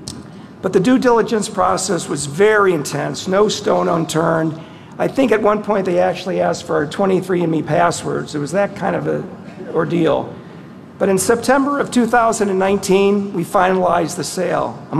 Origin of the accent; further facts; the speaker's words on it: Akron, Ohio, United States; We are proud to say we are from Akron, Ohio, the muffin capital of the world.